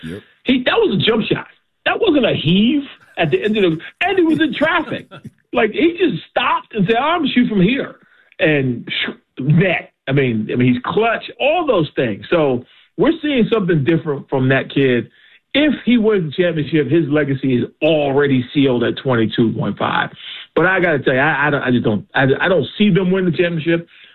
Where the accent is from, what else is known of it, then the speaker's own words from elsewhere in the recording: Philadelphia, Pennsylvania, United States; as a Philadelphian